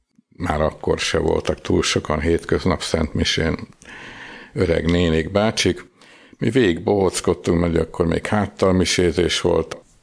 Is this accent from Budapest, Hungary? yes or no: yes; Budapest, Hungary; 7 éves koromtól kezdve húgommal együtt minden szombaton átgyalogoltunk, Rákoshegyen nőttünk föl, Rákoshegy egyik oldaláról a másikra